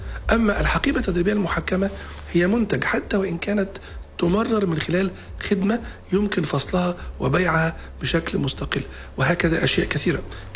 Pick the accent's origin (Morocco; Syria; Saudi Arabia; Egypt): Egypt; عندنا في مصر